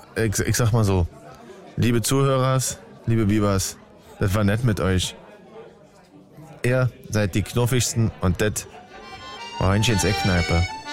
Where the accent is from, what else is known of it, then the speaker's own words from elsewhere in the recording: Berlin, Germany; Ich bin aus Reinickendorf